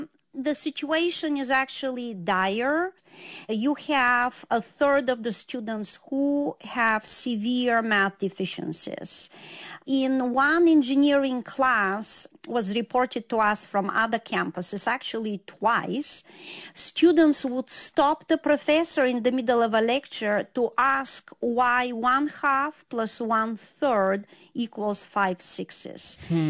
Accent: Bulgaria; specifically in my home country, Bulgaria.

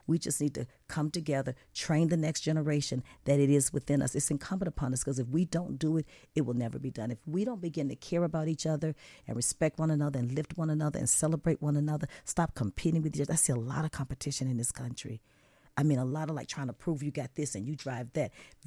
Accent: the South, United States; I was raised in the South in America, in the U.S.

